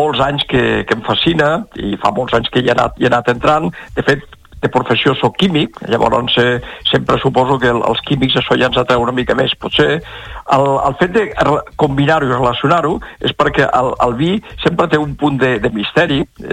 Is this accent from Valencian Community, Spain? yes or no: no; Barcelona, Catalonia, Spain; born there